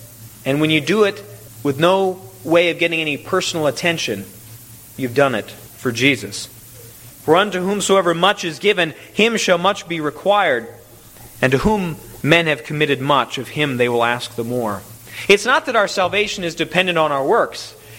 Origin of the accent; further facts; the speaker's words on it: United States; we also have the great blessing of being an American and knowing that most of us, we have a place to stay.